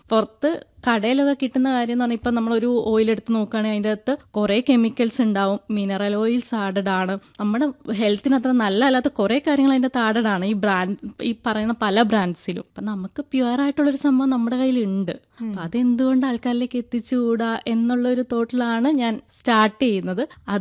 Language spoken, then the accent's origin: Malayalam; Idukki, Kerala, India; ഞാൻ വരുന്ന ഇടുക്കിയിൽ നിന്നാണ്. അപ്പം ഇടുക്കി എന്ന് പറഞ്ഞിട്ടുണ്ടെങ്കിൽ നമുക്കറിയാലോ എല്ലാവിധ ഔഷധ സസ്യങ്ങളും എല്ലാ കാര്യങ്ങളും ആയിട്ട് സമ്പന്നമായിട്ടുള്ളൊരു സ്ഥലമാണ് ഇടുക്കി.